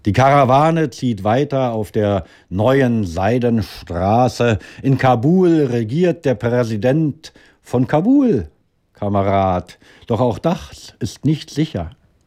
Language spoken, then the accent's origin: German; Berlin, Germany; born there; also born or lived in Schwerin; ich bin aus Friedrichshain und wenn man so nimmt, aus Hohenschönhausen. Habe dann aber meine Kindheit in Schwerin verbracht, bin dann wieder nach Berlin gekommen. Weißensee ist sozusagen immer das Gebiet gewesen, also der Stadtbezirk, ne?